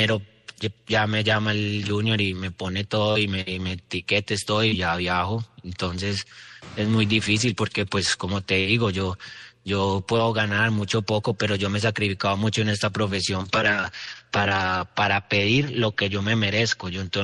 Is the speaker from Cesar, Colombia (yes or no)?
no; Pereira, Risaralda, Colombia; moved away as an adult; now in Barranquilla, Colombia; yo soy de Pereira